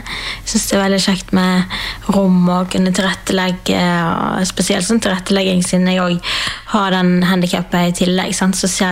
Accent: Bergen, Vestland, Norway; Jeg vokste opp i Bergen sammen med en mamma og pappa og en lillesøster, og etter hvert en lillebror. Han er 12 år yngre enn meg, så han kom litt art på klatt, ja. Men ja, jeg vokste opp i kristent hjem

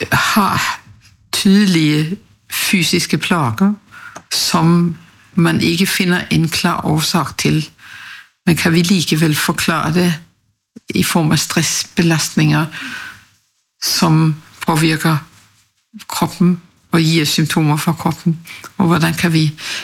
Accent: Copenhagen, Capital Region of Denmark, Denmark; Norwegian is a second language; moved away as an adult; now in Bergen, Norway; Jeg er fra Danmark, København

